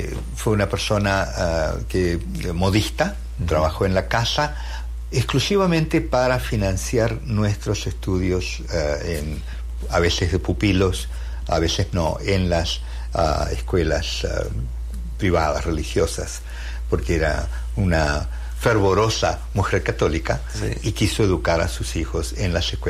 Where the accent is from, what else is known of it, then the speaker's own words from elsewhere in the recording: Uruguay; Yo soy uruguayo. Mi papá era un obrero ferroviario que se jubiló cuando yo tenía unos 10